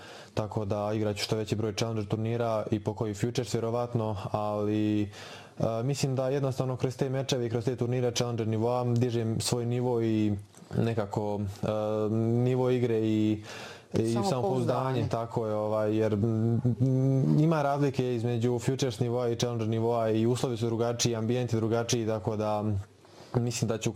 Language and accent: Serbian; Doboj, Republika Srpska, Bosnia & Herzegovina; Jeste, iz Doboja sam, pa počeo sam trenirati sa nekih 7-8 godina u Doboju sa trenerom Aleksandrom Džigumovićem